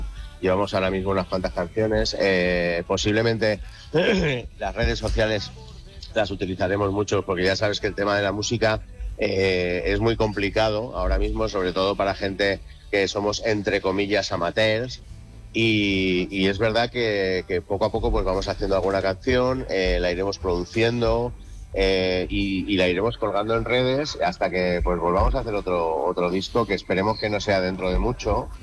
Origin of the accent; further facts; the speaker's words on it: Aragon, Spain; El que somos de Aragón y la tierra tira mucho, macho.